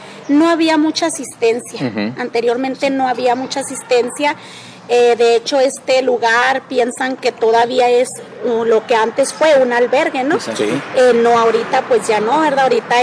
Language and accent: Spanish; Tomochi, Chihuahua, Mexico; yo soy del municipio de Guerrero, soy de Tomochi. Tengo 22 años de servicio. Siempre he estado en la sierra.